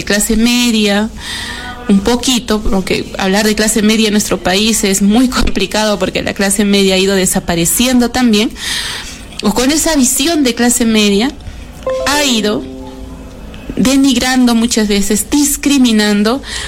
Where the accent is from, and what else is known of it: Peru